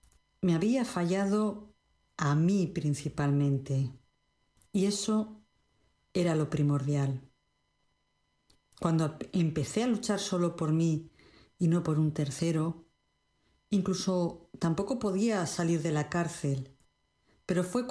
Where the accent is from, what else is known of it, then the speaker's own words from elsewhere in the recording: Cantabria, Spain; now in Canary Islands, Spain; de Cantabria para Canarias y de Canarias para el mundo.